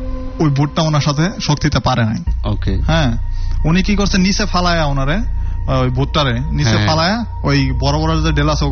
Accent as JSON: {"language": "Bangla", "area": "Jamalpur District", "region": "Mymensingh Division", "country": "Bangladesh", "tie": "born or raised there", "said": "জি, জামালপুর জেলায়, হাজরাবাড়ি পৌরসভায়।"}